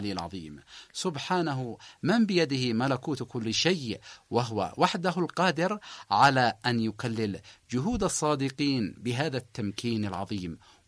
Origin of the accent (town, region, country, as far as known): Yemen